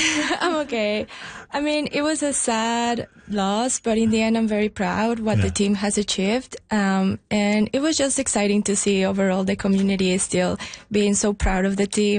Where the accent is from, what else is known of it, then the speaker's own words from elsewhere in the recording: Mexico; Well, soccer has always been part of my life. I remember always following the national team